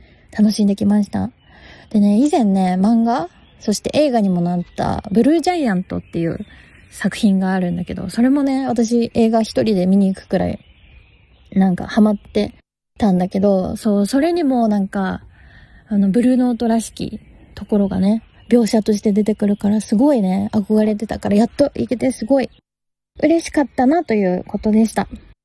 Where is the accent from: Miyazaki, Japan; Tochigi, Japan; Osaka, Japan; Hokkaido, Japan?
Tochigi, Japan; now in Tokyo, Japan; 私はね、栃木から来たおのぼりさんっていうの、言い方古いかな、まあとりあえず東京憧れ人間で東京に来たので、